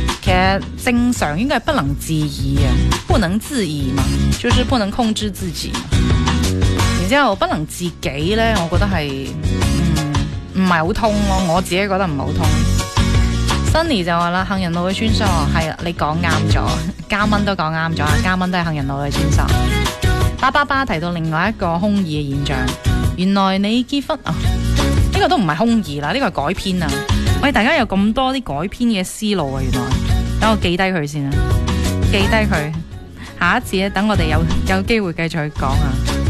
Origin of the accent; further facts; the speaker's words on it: Guangdong, China; 身为广东人应该都听到某一句歌词啊